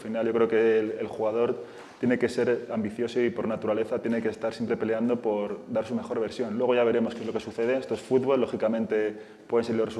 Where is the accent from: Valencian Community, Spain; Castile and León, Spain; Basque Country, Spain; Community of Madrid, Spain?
Basque Country, Spain; Bilbao